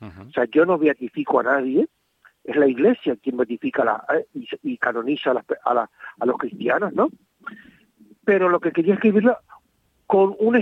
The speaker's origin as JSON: {"language": "Spanish", "town": "Santa Cruz de Tenerife", "region": "Canary Islands", "country": "Spain"}